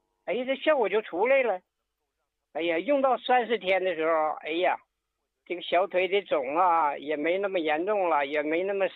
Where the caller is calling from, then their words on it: Harbin, Heilongjiang, China; 哎，我是哈尔滨的。